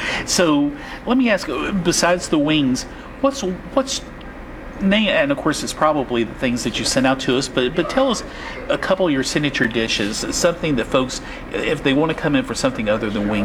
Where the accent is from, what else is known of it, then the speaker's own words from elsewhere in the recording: Atlanta, Georgia, United States; now in Virginia, United States; I grew up in Atlanta. I've lived in Virginia now for going on 40 years, so this is really home.